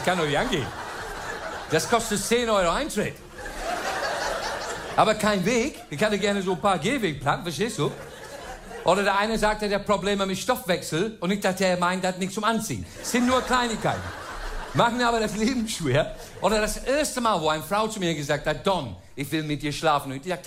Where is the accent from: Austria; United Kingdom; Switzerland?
United Kingdom; England; German is a second language; moved away as an adult; now in Hamburg, Germany; Ja, ich bin Engländer, bin aber seit 30 Jahren in Deutschland.